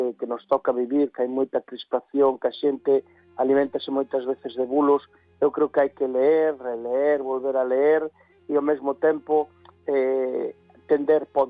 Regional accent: Galicia, Spain; sinto-me moi honrado como galego de ver que a xente acude aos meus concertos

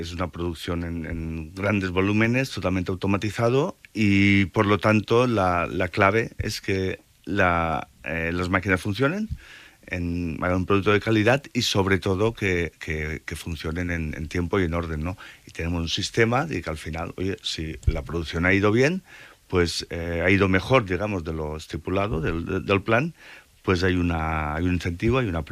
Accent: Betxí, Valencian Community, Spain; born there; también nací en Bechi, sigo viviendo en Bechi

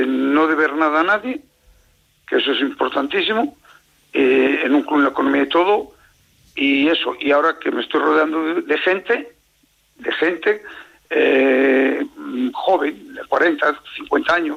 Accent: Luanco, Asturias, Spain; Yo quiero que mi pueblo Luanco salga ahí por todos los lados, y eso desde que nací pensé en ello.

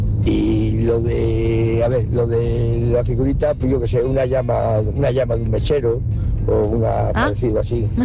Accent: Extremadura, Spain

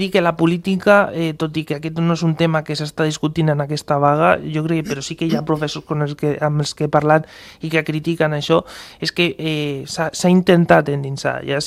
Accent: Catalonia, Spain; Jo defenso el català, jo soc català.

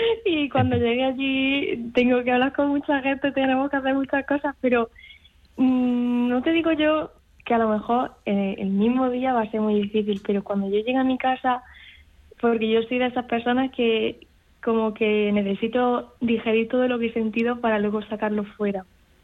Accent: Andalusia, Spain; también estoy tocando en mi tierra.

